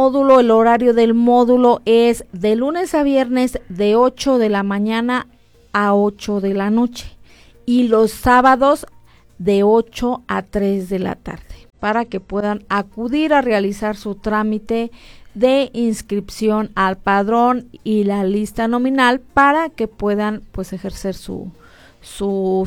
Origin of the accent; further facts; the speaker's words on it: Mexico; somos mexicanos y todo lo dejamos a la mera hora.